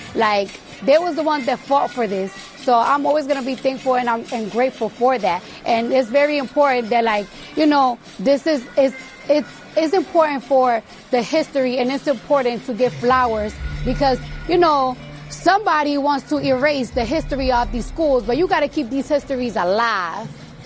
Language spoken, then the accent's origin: English; New York, United States; And I'm from New York, and I must say, they have the best food in America.